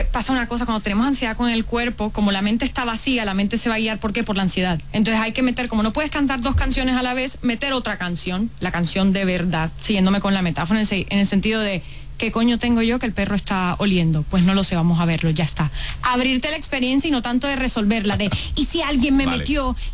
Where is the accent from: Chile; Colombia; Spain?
Colombia; Que siempre cuando se enteran de que vengo de Colombia a visitar a mi familia, es control aleatorio.